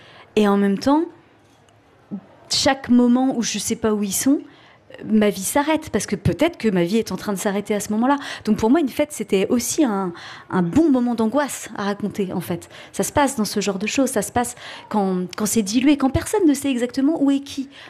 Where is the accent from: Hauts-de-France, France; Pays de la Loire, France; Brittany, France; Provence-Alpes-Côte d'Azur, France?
Brittany, France; je suis une Bretonne. Mais moi, je viens d'une famille très anglophile